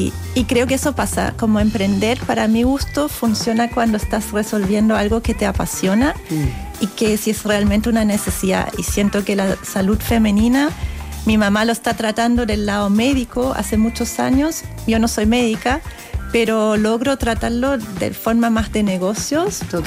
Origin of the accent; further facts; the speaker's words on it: Germany; Spanish is a second language; now in Chile; Creo que ayuda que soy alemana, porque es como que ya, bueno, que siento a veces las chilenas son un poco pureosas